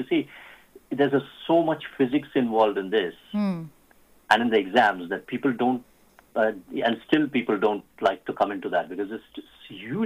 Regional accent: Pune, Maharashtra, India; born there; I was from Loyola High School, you know, in Pune.

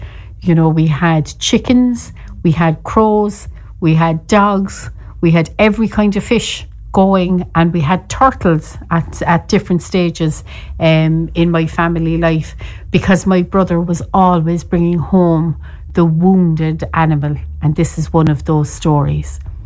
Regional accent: Cork, Munster, Ireland

